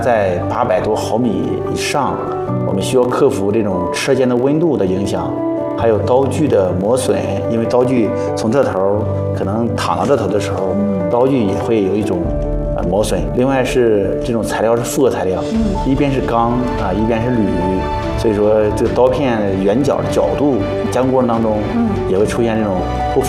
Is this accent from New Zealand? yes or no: no; China; 作为中国人，作为这个我们仪器人红旗人